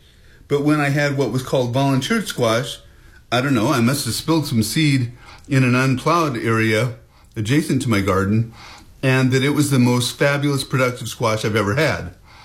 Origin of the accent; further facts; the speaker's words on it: Syracuse, New York, United States; I grew up with lots of visits on my grandparents' farm, and I grew up in Syracuse, just down the road here, which again has rural roots.